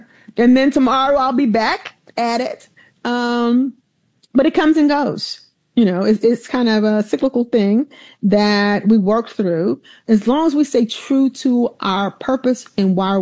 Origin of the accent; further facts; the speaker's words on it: Alabama, United States; I grew up in Alabama in the 60s and 70s.